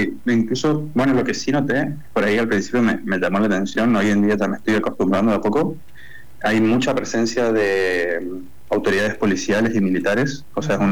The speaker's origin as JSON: {"language": "Spanish", "country": "Argentina", "moved": "as an adult", "lives_now": "Ciudad Juárez, Mexico", "said": "es la casa que estoy viviendo, es una casa compartida entre estudiantes de intercambio. Somos seis estudiantes de intercambio que venimos de distintos países. Somos tres de Argentina, dos de Colombia y uno de Brasil."}